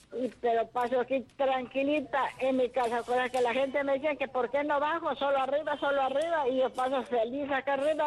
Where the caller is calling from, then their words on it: Pasaje, El Oro, Ecuador; de aquí de Pasaje, América.